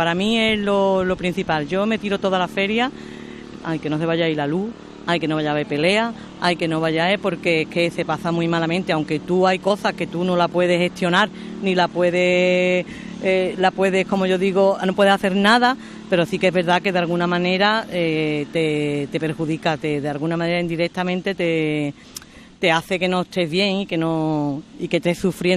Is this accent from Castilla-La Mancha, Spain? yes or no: no; La Puebla de Cazalla, Andalusia, Spain; La gente de mi pueblo lo van a respetar, la gente de mi pueblo la respeta mucho.